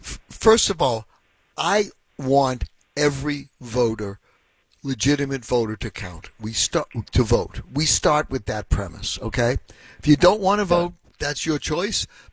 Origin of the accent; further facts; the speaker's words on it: Boston, Massachusetts, United States; born there; I believe that if I call, I was born in Boston